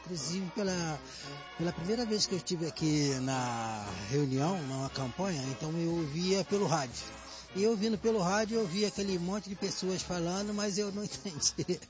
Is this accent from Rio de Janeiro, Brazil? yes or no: yes; Belford Roxo, Rio de Janeiro, Brazil; Eu venho de Belfor Roxo